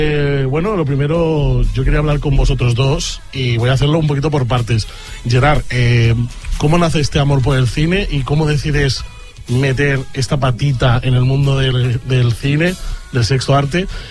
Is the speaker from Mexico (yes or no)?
no; Lugo, Galicia, Spain; Sí, son de Lugo.